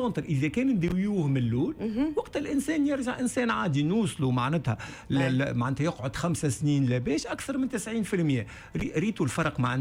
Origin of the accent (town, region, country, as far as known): Tunisia